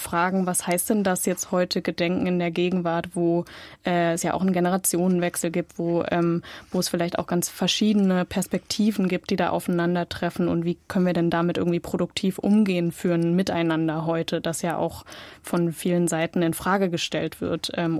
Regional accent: Halle, Saxony-Anhalt, Germany; eine Erinnerung an meine Jugend in Halle.

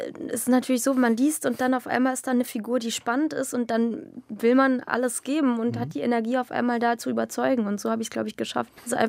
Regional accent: Jena, Thuringia, Germany; born there; Ich bin in Jena geboren, ja. Die einen saßen in Berlin, die anderen in Spanien. Meine Mutter kommt aus Spanien.

